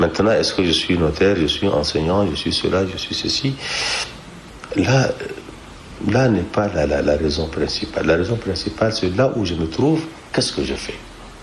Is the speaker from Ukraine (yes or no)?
no; Chad